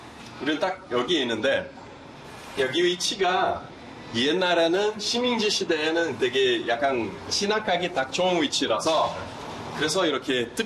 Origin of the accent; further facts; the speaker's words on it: Brazil; 우리 고향이랑 뭐 한 3, 40km밖에 안 됐지만 사투리는 완전히 다르고